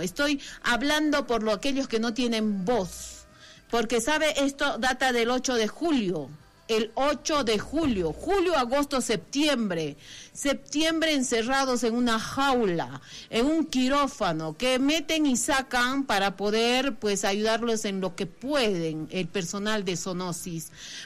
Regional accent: Potosí, Bolivia; siendo potosinos, acostumbrados al frío

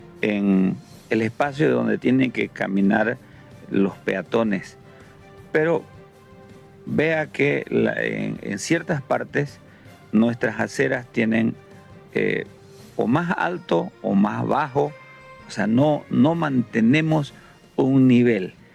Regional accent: Mairana, Santa Cruz, Bolivia; en nuestro municipio de Mairana

